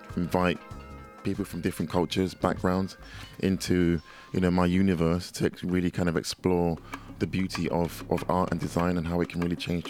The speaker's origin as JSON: {"language": "English", "region": "London", "country": "United Kingdom", "tie": "born or raised there", "said": "I grew up in North London in a big council estate"}